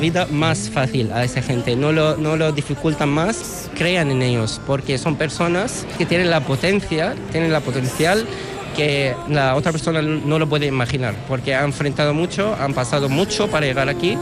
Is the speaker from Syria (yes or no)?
yes; Damascus, Damascus Governorate, Syria; Spanish is a second language; moved away as an adult; Soy estudiante de arquitectura, soy de origen sirio, de Damasco, de la capital, y tengo 29 años.